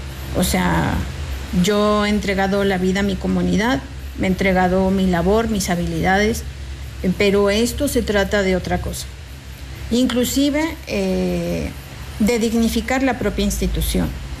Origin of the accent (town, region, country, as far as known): San Luis Potosí, Mexico